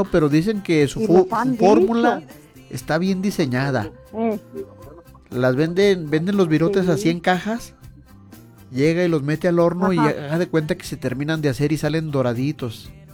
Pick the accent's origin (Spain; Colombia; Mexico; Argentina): Mexico; por eso somos mexicanos